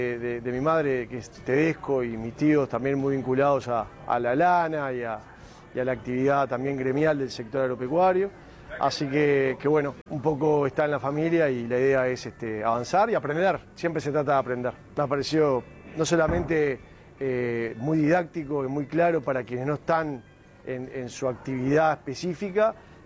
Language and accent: Spanish; San José, Uruguay; Nosotros somos de San José, de la zona yendo para Flores, ruta 3, kilómetro 127 y medio